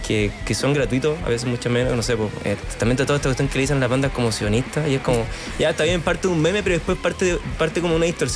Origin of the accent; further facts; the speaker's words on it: Chile; Chile es un lugar que nosotros queremos mucho, somos chilenos.